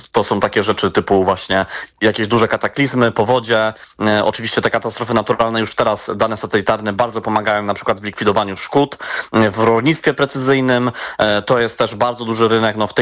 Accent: Kraków, Lesser Poland, Poland; bo ja sam liczyłem jako krakowianin, żeby ten ośrodek był jednak gdzieś tutaj w Krakowie

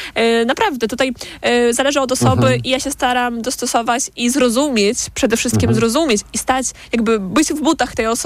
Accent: Belarus; Polish is a second language; natomiast wie pan, ja jestem Białorusinką, więc ja trochę inaczej to oceniam z innej perspektywy

